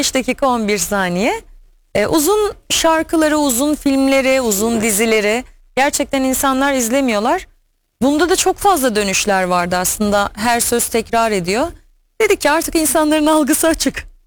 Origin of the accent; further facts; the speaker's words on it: Istanbul, Turkey; İstanbul'da doğdum büyüdüm. İstanbul'da okumak istiyordum.